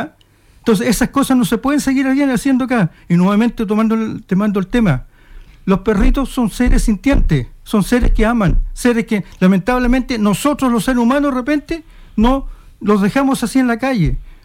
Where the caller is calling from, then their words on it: Iquique, Tarapacá, Chile; también soy de Iquique.